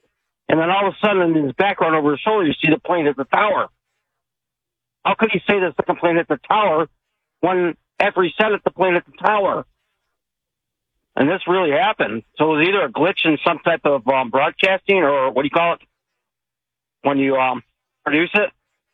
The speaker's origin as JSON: {"language": "English", "region": "New York", "country": "United States", "tie": "born or raised there", "lives_now": "Maui, United States", "said": "I was born in New York and grew up there, and I remember 9/11."}